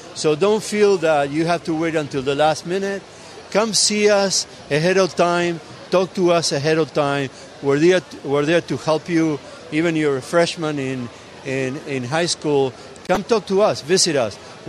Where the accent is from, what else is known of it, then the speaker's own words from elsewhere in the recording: Rosario, Santa Fe, Argentina; now in United States; He's from my hometown